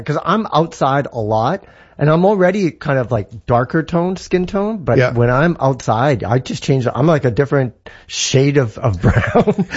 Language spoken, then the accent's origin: English; Canada; I'm Canadian.